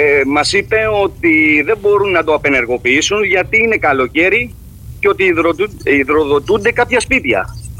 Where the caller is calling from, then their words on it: Kypseli, Crete, Greece; το χωριό μου η Κυψέλη